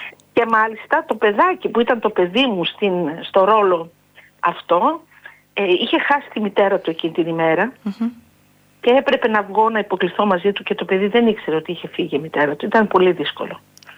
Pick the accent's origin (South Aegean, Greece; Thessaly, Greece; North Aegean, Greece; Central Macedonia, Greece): Central Macedonia, Greece; Veria; Και το άλλο ήταν στην πατρίδα μου τη Βέρεια. Ναι. Που εγώ είμαι Πόντια στην καταγωγή, ναι.